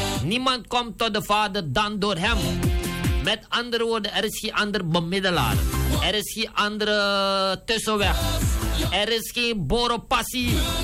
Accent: Suriname; Ik heb als Surinamer geleerd

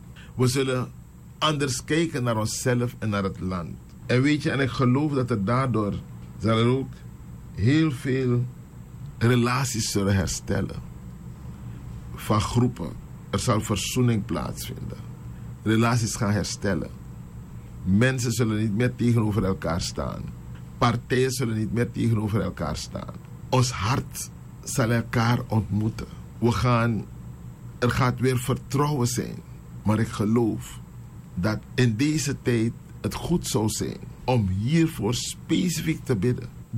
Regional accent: Suriname; als Surinamers zijn we ontwaakt. Als Surinamers is er vaderlandsliefde in ons.

